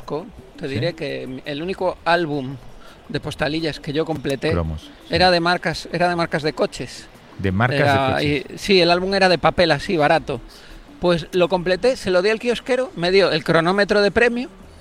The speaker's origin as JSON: {"language": "Spanish", "town": "A Coruña", "region": "Galicia", "country": "Spain", "said": "De Coruña, de Galicia."}